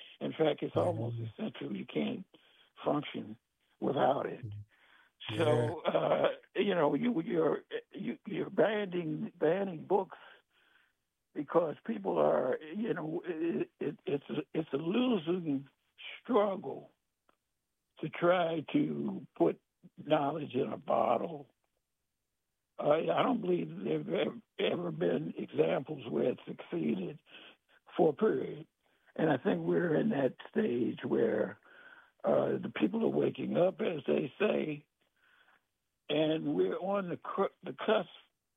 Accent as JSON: {"language": "English", "town": "Washington", "region": "District of Columbia", "country": "United States", "tie": "born or raised there", "said": "native. I'm calling from Columbia Heights"}